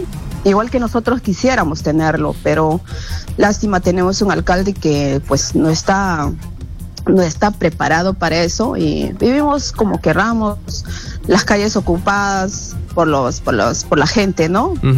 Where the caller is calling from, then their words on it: Quimbiri, Cusco, Peru; Somos la gente del Brian, de la selva de Quimbiri.